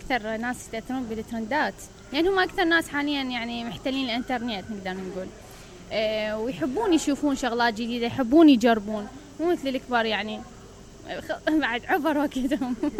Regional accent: Iraq; لأن يعني إحنا ما ضايقين هيك شيء بحياتنا، بحار ما عندنا بالعراق، عندنا مثلا بس أنهار

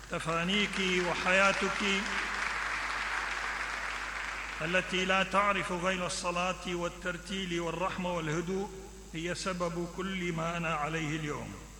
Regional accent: Iraq; في بلدنا العراق

